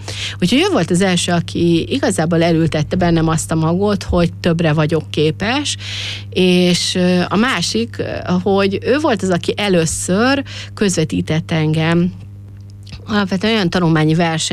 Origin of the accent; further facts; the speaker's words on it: Mözs, Tolna, Hungary; Én alapvetően a mözsi cigánytelepre születtem